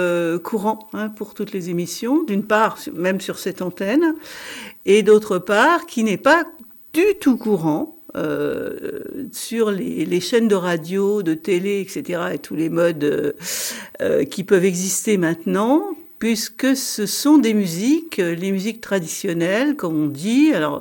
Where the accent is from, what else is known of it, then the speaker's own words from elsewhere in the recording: France; chez nous, en Europe, en France en particulier